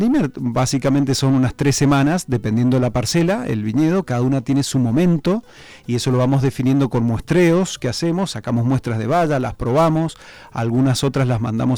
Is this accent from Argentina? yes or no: yes; Argentina; now in Spain; volviendo a mi tierra, Argentina